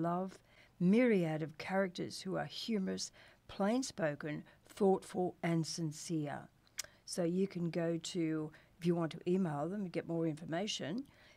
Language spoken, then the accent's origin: English; Beverly Hills, New South Wales, Australia; I was born in Surry Hills, but we lived in Beverly Hills, which was pretty salubrious in those days.